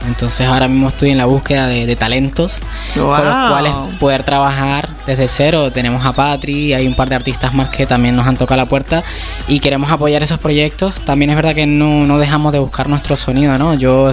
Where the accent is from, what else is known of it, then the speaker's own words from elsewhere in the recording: Colombia; now in Canary Islands, Spain; Llevo las raíces de mi país, de Colombia, pero también soy español, o sea, y canario